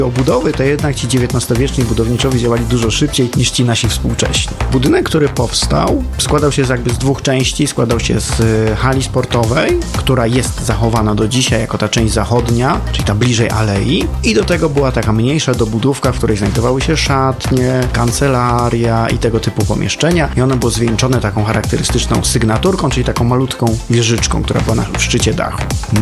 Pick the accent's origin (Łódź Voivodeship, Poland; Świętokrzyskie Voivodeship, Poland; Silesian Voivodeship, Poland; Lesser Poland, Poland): Lesser Poland, Poland; Kraków; my z Krakowa